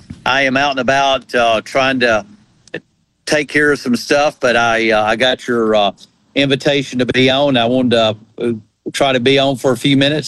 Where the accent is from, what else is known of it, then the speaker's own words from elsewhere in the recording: Alabama, United States; of course, I'm from Alabama. I'm from a red state. It's very Republican